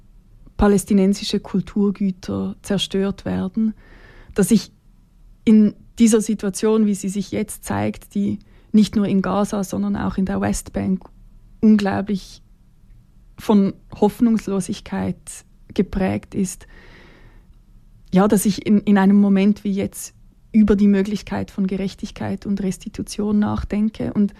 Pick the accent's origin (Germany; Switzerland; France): Switzerland; meine Position als Schweizerin